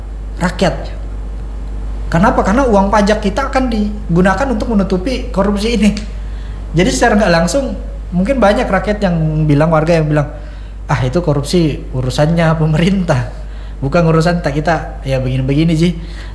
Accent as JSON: {"language": "Indonesian", "region": "South Sulawesi", "country": "Indonesia", "said": "kalau misal saya orang Bugis, kita ada nilai mak bere ya namanya."}